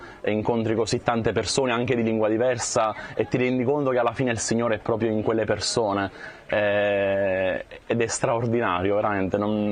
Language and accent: Italian; Pompei, Campania, Italy; sono un seminarista e vengo da Pompei, è la mia diocesi, e sono qui a Medjugorje